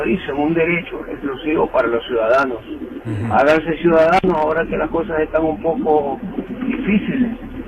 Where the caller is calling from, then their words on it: New York, United States; del Bronx.